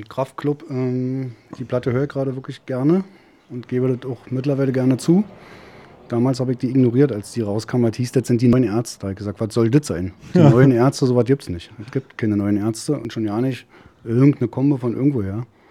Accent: Berlin, Germany; In Berlin, Buch. Hab da auch gewohnt. Bin aber dann in Berlin ununterbrochen umgezogen. Nach Lichtenberg, dann nach Hellersdorf.

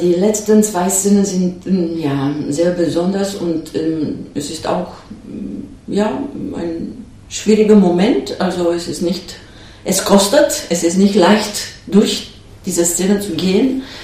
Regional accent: Romania; German is a second language; moved away as an adult; ich komme aus Rumänien, ich bin hier mit 40 angekommen, ich habe kein Deutsch gesprochen, ich habe damals angefangen, Deutsch zu lernen, zu sprechen und auf Deutsch zu spielen. Und jetzt, nach 8,5 Jahren

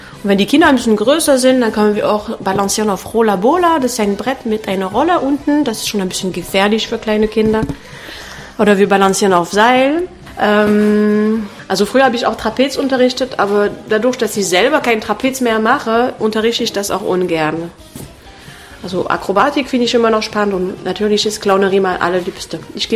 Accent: France; German is a second language; moved away as an adult; now in Dresden, Germany; Ich komme aus Frankreich und ich lebe seit 10 Jahren in Dresden, habe 3 Kinder

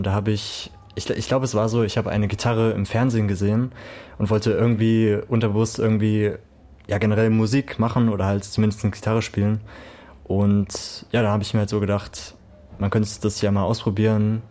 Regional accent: Rhineland-Palatinate, Germany; Ja, genau, aus der Nähe von Landau.

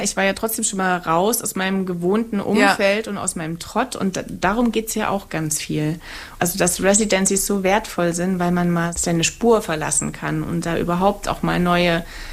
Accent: Saxony, Germany; habe ich das quasi mit der Landschaft meiner Herkunft, wo ich aufgewachsen bin, gemacht, das Erzgebirge, wo ich eigentlich immer erstmal weg wollte, weil es kam mir immer eng vor.

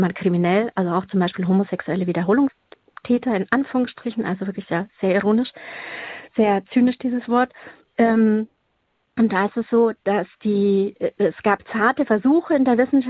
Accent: Bavaria, Germany; ich bin ja aus Bayern

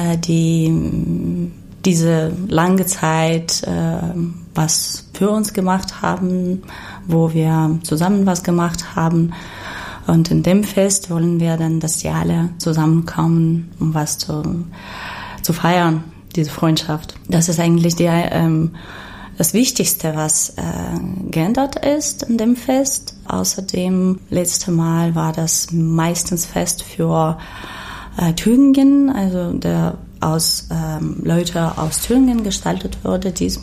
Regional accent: Ukraine; now in Germany; Genauso umgekehrt, ich als Ukrainerin, bis ich nach Deutschland gekommen bin, konnte ich auch nur … vielleicht, noch ein paar Ban

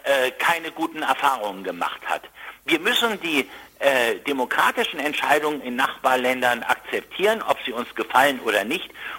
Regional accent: Brandenburg, Germany; vor allen Dingen hier in meinem Heimatland in Brandenburg

